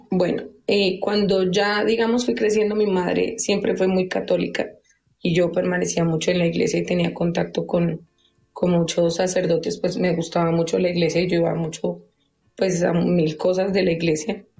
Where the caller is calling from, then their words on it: Tocancipá, Cundinamarca, Colombia; De Tocancipá.